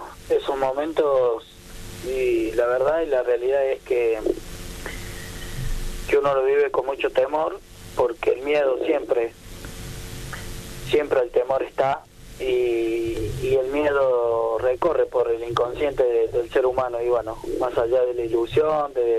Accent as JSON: {"language": "Spanish", "region": "Córdoba", "country": "Argentina", "moved": "as an adult", "lives_now": "Buenos Aires, Argentina", "said": "armé el bolso y salí a Corrientes, salí afuera de Córdoba, hoy me encuentro en Buenos Aires como coordinador general del Club San Miguel en la Primera Nacional"}